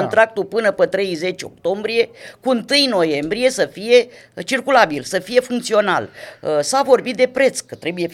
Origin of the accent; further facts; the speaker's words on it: Cumpăna, Constanța County, Romania; eu am 66 de ani, m-am născut, am crescut la Cumpăna